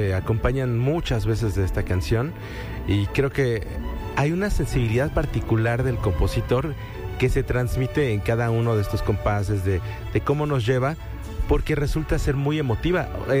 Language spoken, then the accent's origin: Spanish; Mexico